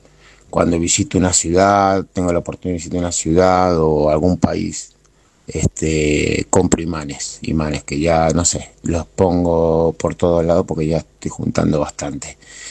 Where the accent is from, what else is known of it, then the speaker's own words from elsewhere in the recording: Buenos Aires, Argentina; now in Spain; Era pequeño en el barrio de Mataderos